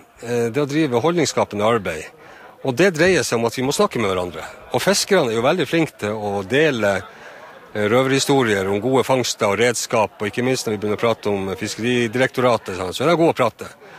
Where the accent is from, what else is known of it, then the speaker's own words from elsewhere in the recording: Kjøllefjord, Finnmark, Norway; jeg er jo født og oppvokst i Kjøllefjord, i et fiskevær